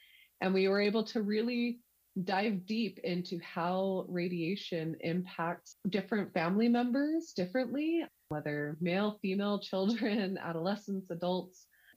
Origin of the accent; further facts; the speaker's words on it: Utah, United States; First and foremost, I am born and raised in Utah.